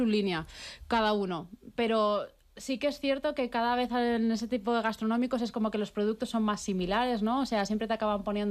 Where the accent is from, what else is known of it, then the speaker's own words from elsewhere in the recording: Valencian Community, Spain; Pues es que yo soy muy valenciana y siempre todo lo de las raíces